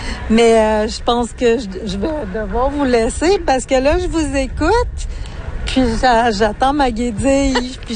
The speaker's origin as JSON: {"language": "French", "region": "Quebec", "country": "Canada", "said": "Je suis des Laurentides au Québec."}